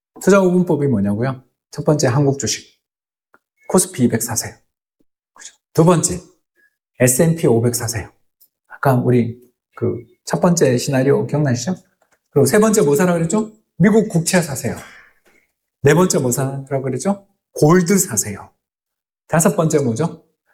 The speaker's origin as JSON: {"language": "Korean", "region": "Daegu", "country": "South Korea", "said": "제가 대구 사람입니다. 대구하고도 대구 남구 대명동에 사는데요."}